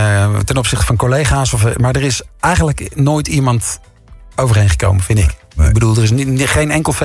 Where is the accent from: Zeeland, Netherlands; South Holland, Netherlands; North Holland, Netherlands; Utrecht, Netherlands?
Utrecht, Netherlands; accent: Amsterdam; En ik kom oorspronkelijk uit Utrecht.